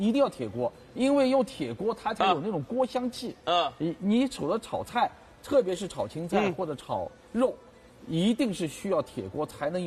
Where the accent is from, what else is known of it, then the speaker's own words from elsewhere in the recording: Shanghai, China; 我也是上海本地人，